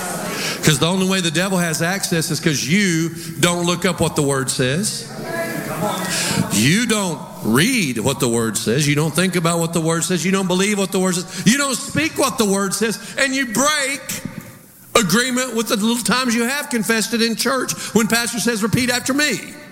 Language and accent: English; Texas, United States; I'm Texan, so I say M. E-M.